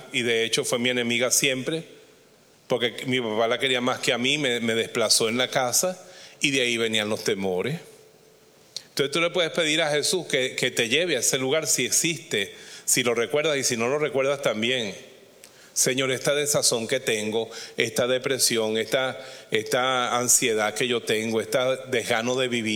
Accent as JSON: {"language": "Spanish", "town": "Bejuma", "region": "Carabobo", "country": "Venezuela", "tie": "born or raised there", "moved": "yes", "said": "yo estuve en Navidad en Bejuma, en mi pueblo"}